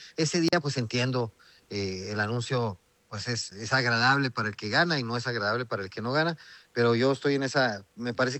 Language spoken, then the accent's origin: Spanish; Ciudad Juárez, Chihuahua, Mexico; born there; Sí, yo nací en Ciudad Juárez.